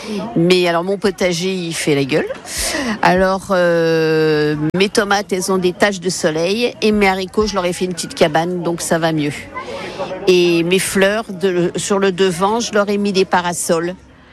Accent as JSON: {"language": "French", "town": "Orbigny", "region": "Centre-Val de Loire", "country": "France", "said": "Non, je suis d'Orbigny, un petit village en haut sur le plateau."}